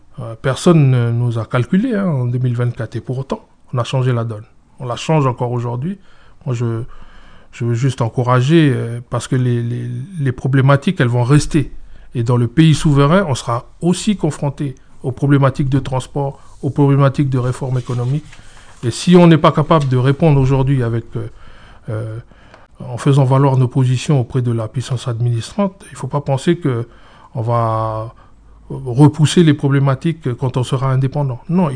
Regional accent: New Caledonia

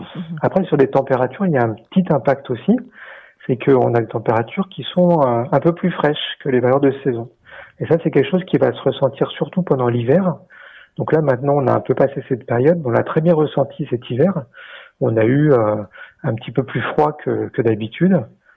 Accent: New Caledonia; chez nous, en Calédonie

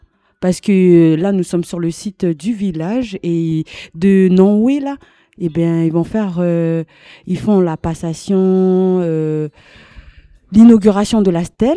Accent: New Caledonia; mais comme nous sommes des Kanaks, eh ben à l'heure Kanak, on va se dire vrai là

